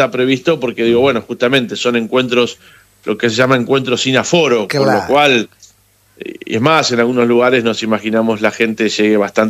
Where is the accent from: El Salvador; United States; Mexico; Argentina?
Argentina; Y ya sabemos cómo somos los argentinos en esto, nos volcamos a la calle.